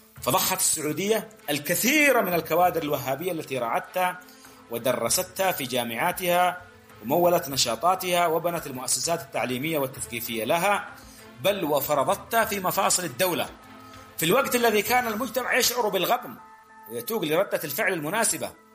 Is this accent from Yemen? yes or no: yes; Yemen; ونحتاج للبحث فيها كيمنيين وكمعنيين أيضا وكثوار من ثوار ثورة 21 سبتمبر